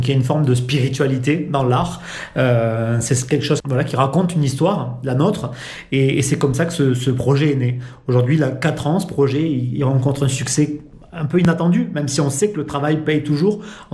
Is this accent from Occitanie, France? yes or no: yes; Cahors, Occitanie, France; born there; also born or lived in Paris / United States; now in Pamiers, France; Ça fait 5 ans quasiment, jour pour jour, que je me suis installé ici. Mais je suis né dans le Lot, à Cahors, pas très très loin.